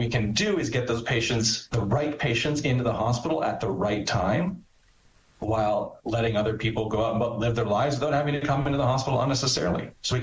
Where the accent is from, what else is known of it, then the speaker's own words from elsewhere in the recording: Canada; I'm Canadian, and I believe very strongly in our universal healthcare system